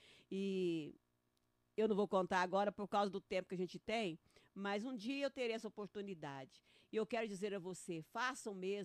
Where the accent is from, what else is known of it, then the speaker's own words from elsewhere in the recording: Uberaba, Minas Gerais, Brazil; primeiro pastor que eu tive no Reino dos Céus, lá na minha cidade, né, lá no Uberaba, maravilhoso.